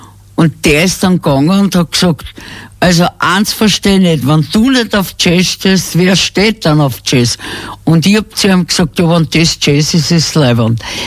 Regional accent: Cologne, North Rhine-Westphalia, Germany; now in Vienna, Austria; Ich war Kölnerin eigentlich

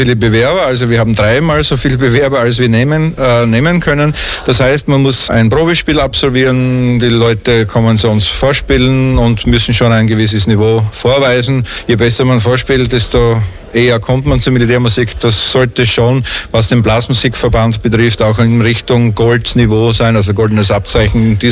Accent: Styria, Austria; moved away as an adult; Ich komme ursprünglich aus der Steiermark und bin dort auch als Militärmusiker tätig gewesen.

